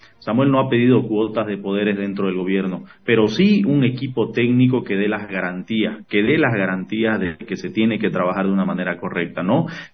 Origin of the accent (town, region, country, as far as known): Santa Cruz, Bolivia